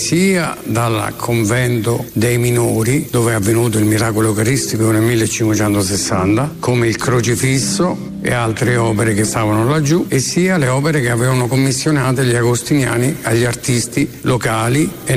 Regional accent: Morrovalle, Marche, Italy; born there; io sono nato a Morrovalle

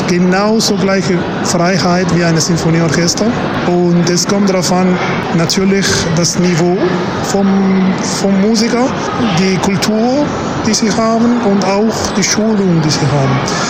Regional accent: Argentina; now in France; Ich komme aus Argentinien und wir haben die Tradition von Italien übernommen.

